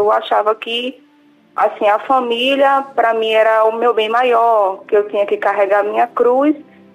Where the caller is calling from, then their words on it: Pernambuco, Brazil; De algum lugar de Pernambuco.